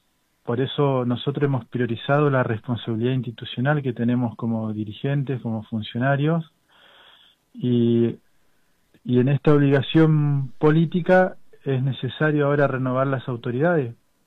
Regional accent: Aluminé, Neuquén, Argentina; Yo soy un diputado del interior, específicamente de Aluminé.

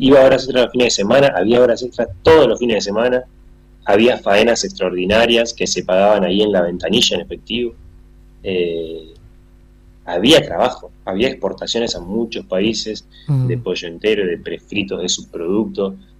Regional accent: Capitán Sarmiento, Buenos Aires Province, Argentina; Yo soy de Capitán Sarmiento, provincia de Buenos Aires, al norte de Buenos Aires, donde estaba la planta Caguané.

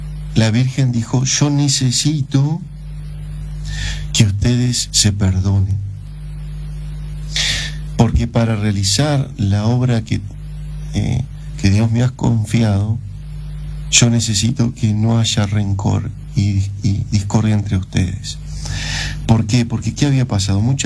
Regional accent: Argentina; como ahora para el mundial todos somos argentinos

